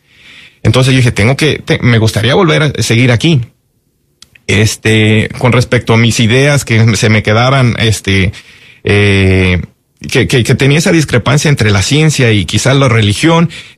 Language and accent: Spanish; Tequila, Jalisco, Mexico; de donde yo soy originario, en Tequila, Jalisco